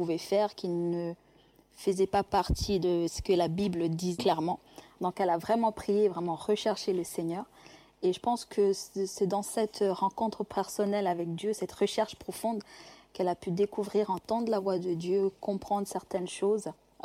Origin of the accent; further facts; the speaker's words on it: Western Province, Rwanda; born there; Je suis née au Rwanda, dans la région de Kangugu. Nous étions anciennement catholiques.